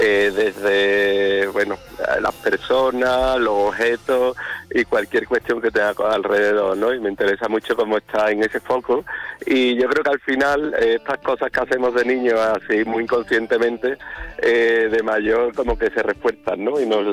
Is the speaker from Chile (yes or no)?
no; Andalusia, Spain; Y como andaluces, además, tenemos la suerte de tener una historia vastísima